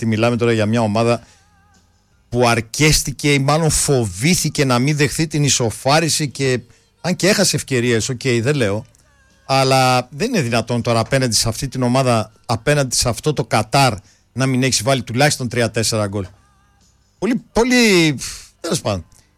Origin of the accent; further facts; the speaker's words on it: Greece; Γενικά οι Έλληνες είμαστε έτσι κάπως περίεργοι, τέλος πάντων. Αλλά είμαστε Έλληνες και αυτό τα λέει όλα.